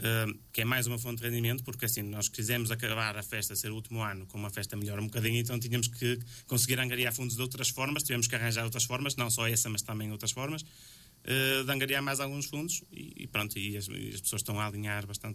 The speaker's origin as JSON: {"language": "Portuguese", "town": "Vila Nova de Gaia", "region": "Porto", "country": "Portugal", "tie": "born or raised there", "said": "Para além de ser as festas da minha terra, eu sempre morei muito em cima da festa, ou seja, a minha casa é mesmo no largo da festa."}